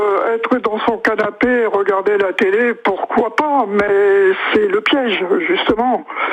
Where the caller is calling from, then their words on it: Hauts-de-France, France; Je suis en Picardie